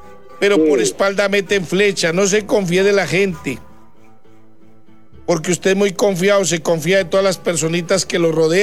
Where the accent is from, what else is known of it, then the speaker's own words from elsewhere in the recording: Amazonas, Colombia; yo soy de Amazonas de Colombia también.